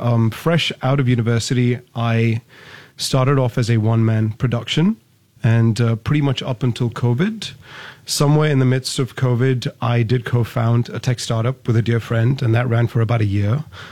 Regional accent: Singapore; I'm born and raised in Singapore.

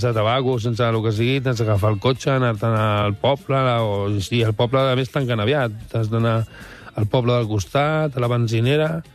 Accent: Barcelona, Catalonia, Spain; born or raised there

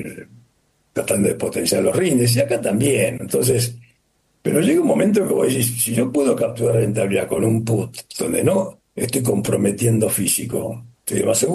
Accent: Australia; Spanish is a second language; yo vengo de Australia, para los australianos el niño es un drama

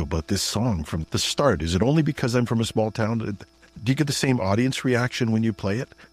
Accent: Thunder Bay, Ontario, Canada; now in Minden Hills, Canada; I grew up in Port Arthur

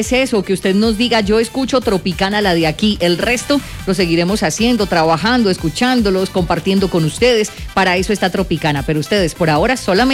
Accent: Popayán, Cauca, Colombia; estamos felices de haber nacido y crecido aquí en Popayán.

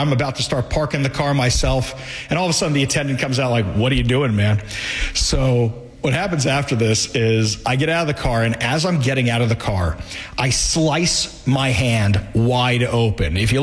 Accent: New York, United States; moved away; I grew up in New York

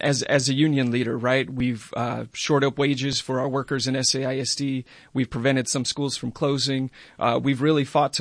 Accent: San Antonio, Texas, United States; I'm born and raised in District 125. I've lived my entire life in that district

